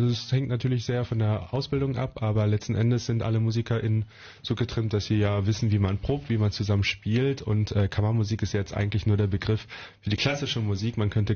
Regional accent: Varel, Lower Saxony, Germany; Ich bin tatsächlich nicht ganz gebürtiger Fareler. Ich bin als 2-Jähriger dazugezogen

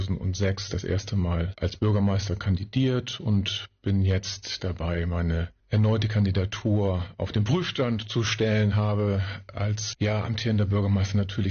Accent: Varel, Lower Saxony, Germany; Ich bin Urfareler, also richtig in Varel geboren, im Jahre 1964 und habe in Varel die Schule besucht, das Gymnasium, bin dort aufgewachsen

